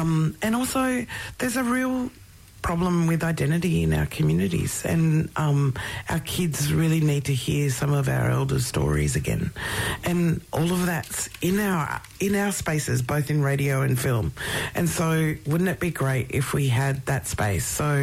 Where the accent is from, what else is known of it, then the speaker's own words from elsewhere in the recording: Alice Springs, Northern Territory, Australia; born there; I was born on Mbantua, so to the Arunda mob in Central Australia.